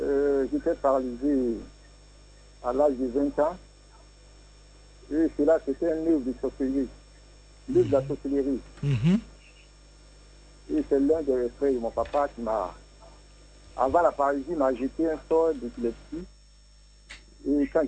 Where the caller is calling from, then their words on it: Memni, Côte d’Ivoire; J'appelle de Memini.